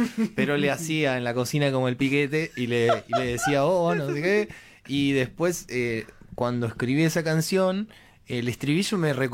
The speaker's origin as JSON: {"language": "Spanish", "region": "Buenos Aires Province", "country": "Argentina", "moved": "as an adult", "lives_now": "Buenos Aires, Argentina", "said": "Ahora yo vivo en Capital hace 7 años, 8 años, no sé, ya, sí. Pero vengo de provincia, zona sur, Los Llamas."}